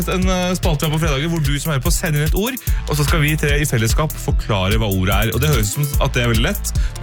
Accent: Oslo, Norway; Norsland, vi er fra Norsland

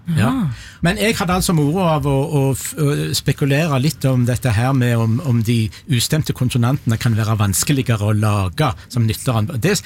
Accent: Rogaland, Norway

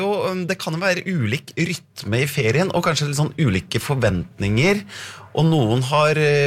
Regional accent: Western Norway, Norway; jeg er fra Vestlandet

